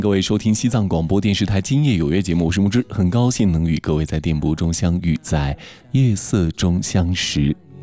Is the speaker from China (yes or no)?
yes; China